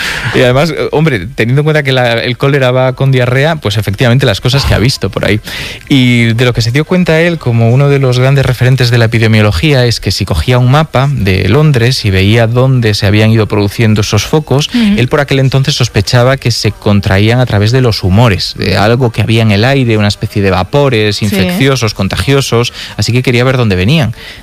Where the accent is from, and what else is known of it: Galicia, Spain